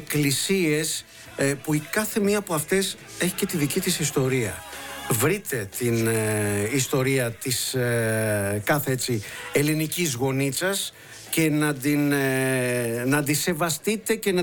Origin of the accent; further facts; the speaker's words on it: Molaoi, Peloponnese, Greece; Και να στείλω μια καλημέρα για τα χρόνια πολλά στην ιδιαίτερη πατρίδα μου, στους Μολάους Λακωνίας.